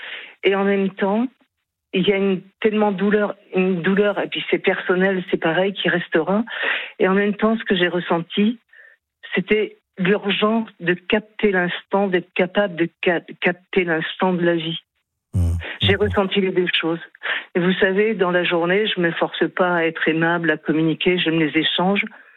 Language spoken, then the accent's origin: French; Nouvelle-Aquitaine, France; D'ailleurs, je suis de la Charente et c'était dans une petite ville où il y a un hôpital de soins palliatifs qui a été créé il y a très longtemps.